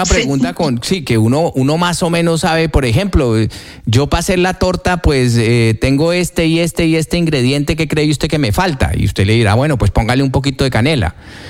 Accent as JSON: {"language": "Spanish", "country": "Colombia", "moved": "yes", "said": "estar cotizando como colombiano en el exterior. Otra cosa es uno haber dejado eso allá tirado, como me pasó a mí cuando yo me fui"}